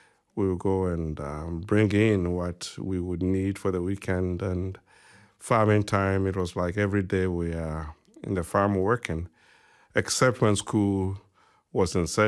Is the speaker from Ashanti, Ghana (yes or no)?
yes; Ashanti, Ghana; my early childhood life was a typical Ghanaian Ashanti boy living in a village. I was born in Kumeu, as you rightly said, in the Ashanti region. And it's about 36 miles away from Kumasi, the capital city of the Ashanti region